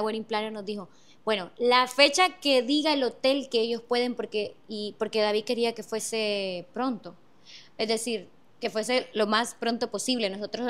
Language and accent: Spanish; Honduras; Y yo soy hondureña catracha de corazón.